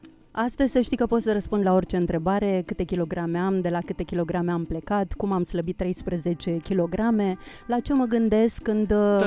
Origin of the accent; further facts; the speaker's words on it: Botoșani, Botoșani County, Romania; moved away as an adult; also born or lived in Buzău; now in Brașov, Romania; toată viața mea am trăit în Moldova, la Giud, la Botoșani și de vreo 25 de ani locuiesc în Brașov, însă eu mă consider moldoveancă.